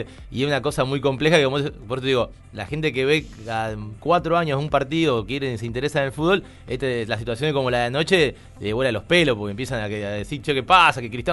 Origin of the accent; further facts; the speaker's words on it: Argentina; somos Argentina